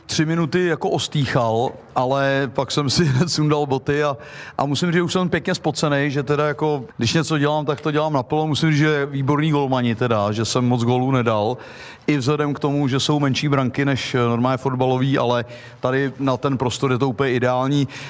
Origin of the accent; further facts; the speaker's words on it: Plzeň, Plzeň Region, Czechia; Já jsem i jako amatérský hokejista, takže i když jsme byli z Plzně